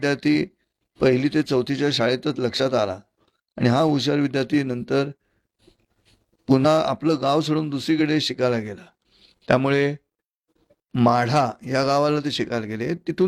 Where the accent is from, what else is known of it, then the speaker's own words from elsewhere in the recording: Mumbai, Maharashtra, India; also born or lived in Shrivardhan; मी खरं तर मी मुंबईचा